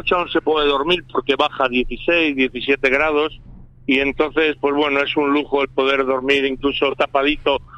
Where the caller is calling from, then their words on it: Marín, Galicia, Spain; Hola, muy buenas tardes, y hoy sí, calurosas desde mi pueblo, desde Marín, Pontevedra, y nada.